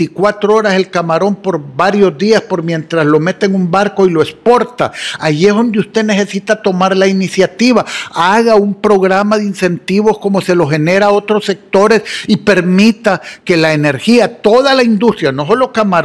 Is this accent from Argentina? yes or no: no; Honduras; somos nosotros, los hondureños.